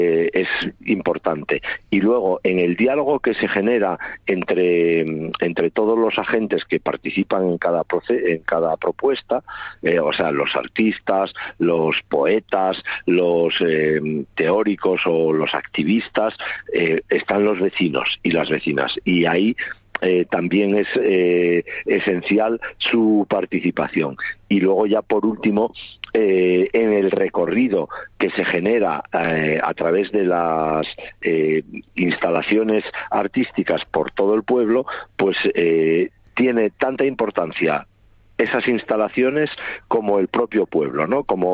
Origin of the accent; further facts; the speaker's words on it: Mieres, Asturias, Spain; born there; Yo soy de San Román, bueno, no soy de San Román exactamente, pero soy hijo de padre y madre de Candamo, y nacido en Mieres por circunstancias laborales de mis padres, pero siempre vinculado a San Román toda mi vida.